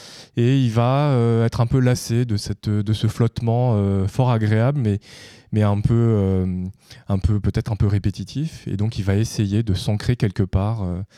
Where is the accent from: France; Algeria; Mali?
France; now in Canada; Donc, je suis français d'origine coréenne, j'ai émigré au Québec il y a une dizaine d'années.